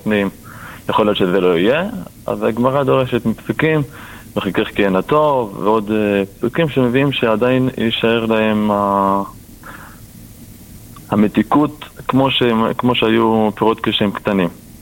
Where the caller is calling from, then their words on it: Jerusalem, Jerusalem District, Israel; מירושלים.